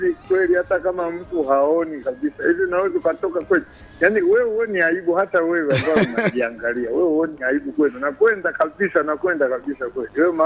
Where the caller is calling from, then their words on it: Tanzania; pande za Lupendura Senga.